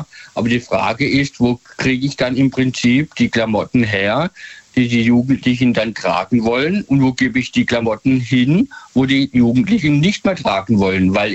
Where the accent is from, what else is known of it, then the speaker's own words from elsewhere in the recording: Michelstadt, Hesse, Germany; ihr alle hier in Hessen und so weiter, ich bin aus Michelstadt … Unternehmer und so weiter, kennt, ja.